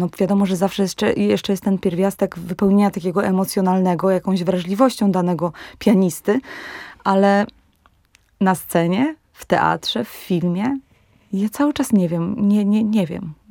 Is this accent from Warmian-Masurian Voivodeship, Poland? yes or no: yes; Ostróda, Warmian-Masurian Voivodeship, Poland; born there; moved away as an adult; now in Łódź, Poland; Ale najlepiej jednak jest mi na tych Mazurach w Ostródzie. Tam ładuję akumulatory, tam jestem z rodziną. Tam z najbliższymi, tam są moi rodzice.